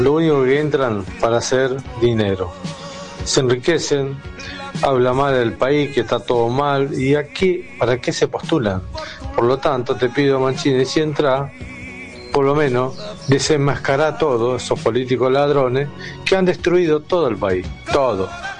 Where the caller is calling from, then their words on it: Quilmes, Buenos Aires Province, Argentina; de Quilmes.